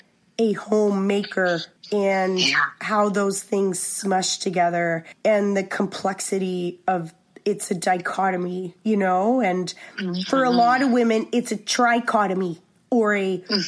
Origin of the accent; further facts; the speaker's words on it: Cape Breton, Nova Scotia, Canada; You do a lot of, I'm from Cape Breton, so I love me a benefit, you know?